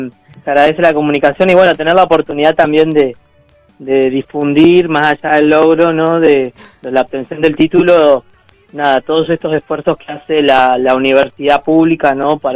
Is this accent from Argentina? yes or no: yes; Patagonia, Argentina; yo siendo un historiador patagónico